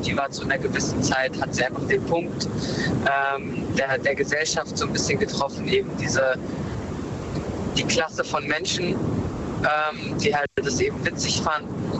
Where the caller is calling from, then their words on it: Frankfurt, Hesse, Germany; Aus Frankfurt.